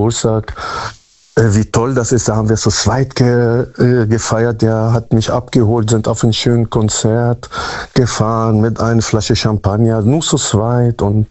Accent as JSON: {"language": "German", "town": "Münster", "region": "North Rhine-Westphalia", "country": "Germany", "said": "Münster-Westfalen. Ich komme aus Münster-Westfalen."}